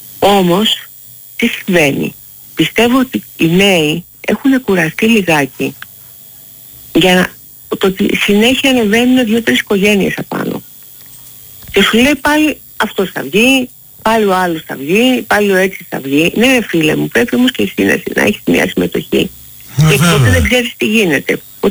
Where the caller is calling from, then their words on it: Athens, Attica, Greece; Δεν είμαι όμως από Καρπενήσι. Είμαι εδώ εντός Αθηνών.